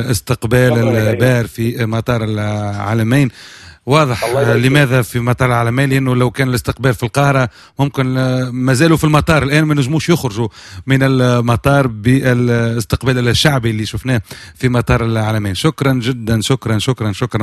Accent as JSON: {"language": "Arabic", "country": "Tunisia", "said": "عندنا في تونس"}